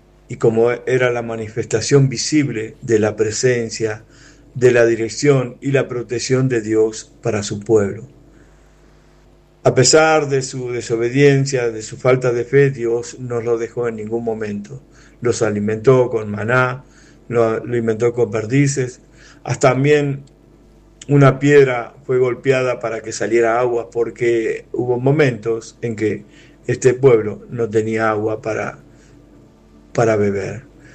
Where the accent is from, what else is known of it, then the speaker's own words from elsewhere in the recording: Argentina; soy de Argentina